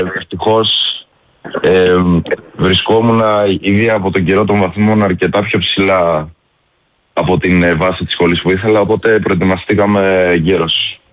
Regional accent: Rhodes, South Aegean, Greece; από τη μία είναι ο τόπος μου, εδώ που μεγάλωσα, εδώ που έκανα παρέες, φίλους.

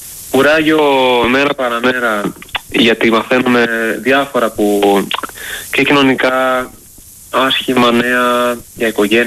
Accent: Chania, Crete, Greece; now in Thessaloniki, Greece; είμαι από Χανιά

